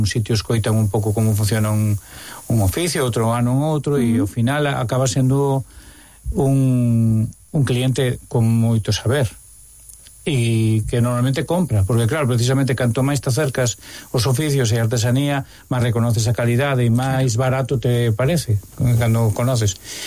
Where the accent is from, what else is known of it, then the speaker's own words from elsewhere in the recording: Santiago de Compostela, Galicia, Spain; eu son de Santiago e teño que comer fora, cada vez que veño aquí e vexo a todo mundo ca bolsa de...